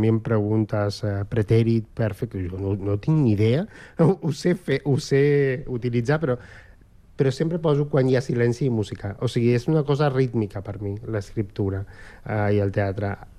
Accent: Argentina; Catalan is a second language; moved away; Abans d'aprendre a escriure castellà, perquè sóc d'Argentina

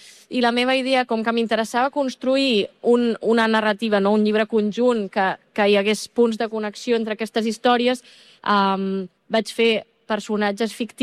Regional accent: Catalonia, Spain; now in Berlin, Germany; Doncs soc autora catalana, faig còmics i així

